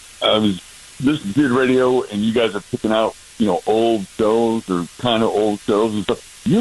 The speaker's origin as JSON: {"language": "English", "town": "North Haddon", "country": "United States", "tie": "born or raised there", "said": "I think I was 10 years old. You know, I grew up in North Haddon."}